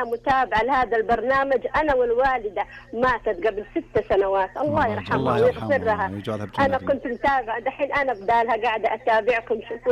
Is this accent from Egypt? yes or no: no; Saudi Arabia; born there; now in Jeddah, Saudi Arabia; أنا مولودة من المملكة العربية السعودية، عمري 60 سنة وأفخر أني في هذه البلد